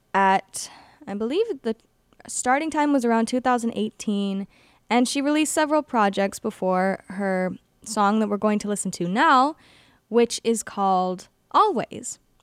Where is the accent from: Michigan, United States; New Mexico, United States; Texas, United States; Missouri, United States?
Texas, United States; moved away; back in my hometown in Texas